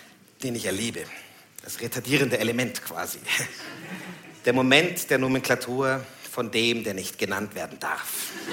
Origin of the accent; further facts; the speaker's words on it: Puchheim, Bavaria, Germany; aus Puchheim bei München.